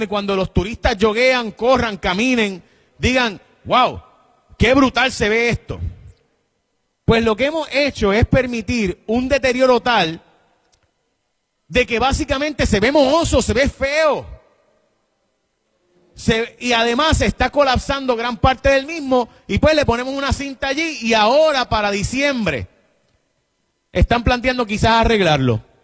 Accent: San Lorenzo, Puerto Rico; el barrio Jaguar de San Lorenzo, de donde yo soy

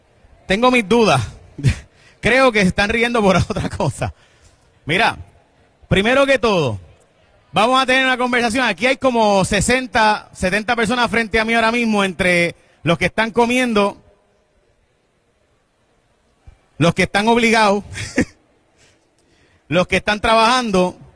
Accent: San Lorenzo, Puerto Rico; Y yo soy de Jaguar, de San Lorenzo, para ser exacto, por si acaso.

